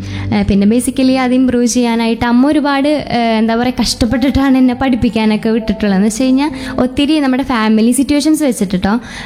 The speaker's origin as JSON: {"language": "Malayalam", "town": "Kodungallur", "region": "Kerala", "country": "India", "said": "ഞാൻ തൃശ്ശൂർ കൊടുങ്ങല്ലൂർ നിന്നാണ് വരുന്നത്."}